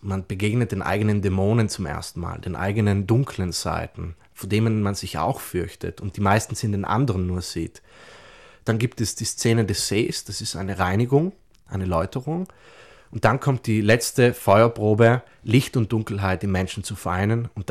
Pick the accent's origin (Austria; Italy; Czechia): Italy; Wolfsgruben, South Tyrol; Also es sind da eigentlich sehr viele Naturbilder drin, die ich aus meinem Heimatort genommen habe, weil Wolfsgrubner ist für mich immer noch prägend.